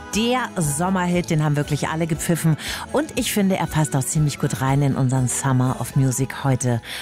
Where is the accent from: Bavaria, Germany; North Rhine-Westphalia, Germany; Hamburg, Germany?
Bavaria, Germany; Bei uns in Bayern leben mit die meisten, etwa 1,4 Millionen. Dazu kommen noch 2,6 Millionen Katzen ungefähr. Also wir Bayern, wir lieben unsere Haustiere